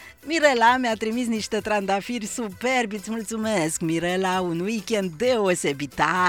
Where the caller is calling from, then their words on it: Holbav, Brașov County, Romania; din Dealul Mare, din comuna Holbav.